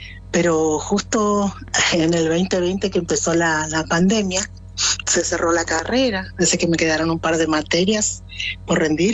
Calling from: Formosa, Argentina; Soy de Formosa

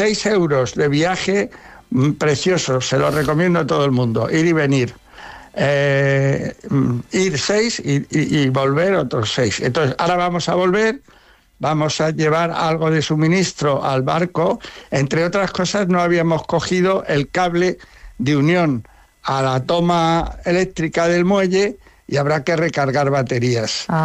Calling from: Madrid, Community of Madrid, Spain; Yo soy de Madrid.

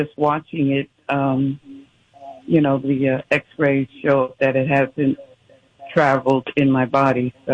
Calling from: New York City, New York, United States; I'm calling from New York City.

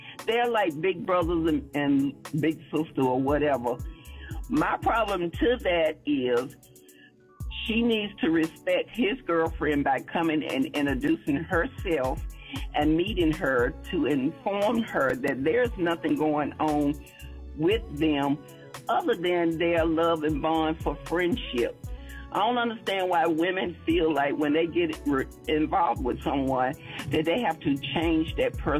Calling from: Raleigh, North Carolina, United States; I am calling from Raleigh, North Carolina.

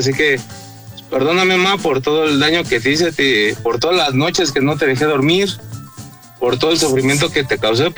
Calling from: Mexico City, Mexico; De aquí de Iztapalapa.

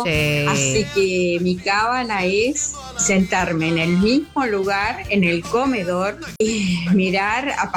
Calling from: Lanús, Buenos Aires Province, Argentina; soy de Lanús Este, Monte Chingolo.

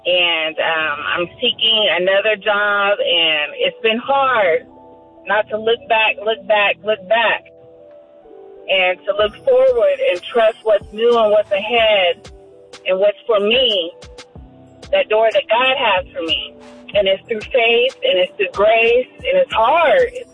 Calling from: Las Vegas, Nevada, United States; I'm from Las Vegas, Nevada.

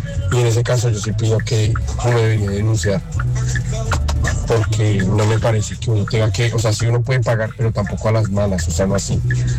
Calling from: Toronto, Ontario, Canada; Buenas noches, Tropicana, desde Toronto, Canadá.

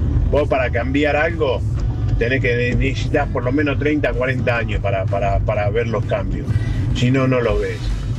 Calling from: Presidencia Roque Sáenz Peña, Chaco, Argentina; de Saez Peña

